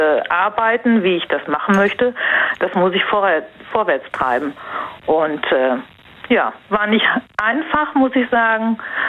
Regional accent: Pfeddersheim, Rhineland-Palatinate, Germany; Ich bin aus Feddersheim bei Worms.

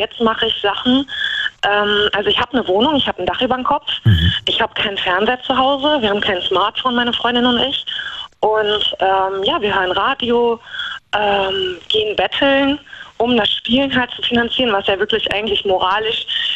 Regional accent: Bonn, North Rhine-Westphalia, Germany; now in Hagen, Germany; Ich komme aus Hagen, also ursprünglich aus Bonn, aber ich wohne in Hagen.

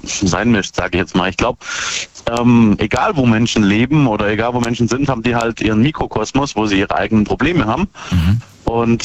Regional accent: Brackenheim, Baden-Württemberg, Germany; Hey, ich komme aus Brackenheim.

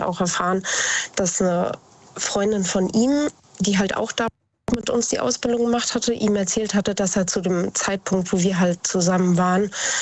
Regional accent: Idstein, Hesse, Germany; Ich komme aus der Nähe von Wiesbaden, ich komme aus Edstein.

